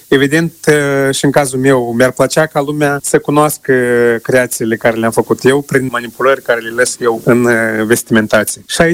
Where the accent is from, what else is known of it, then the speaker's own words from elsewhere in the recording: Moldova; moved away as an adult; now in Spain; Nu sunt italian, sunt moldovean.